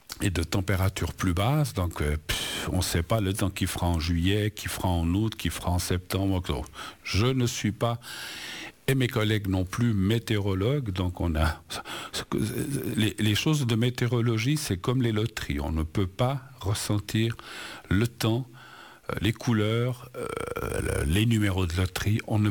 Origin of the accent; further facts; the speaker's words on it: Spain; French is a second language; Alors, jusqu'à présent, de l'Espagne, de mon pays d'origine